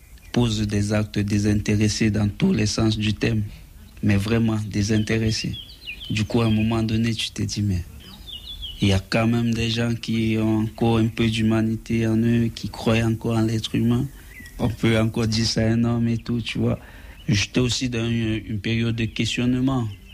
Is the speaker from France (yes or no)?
no; Cameroon; Moi, je viens du Cameroun.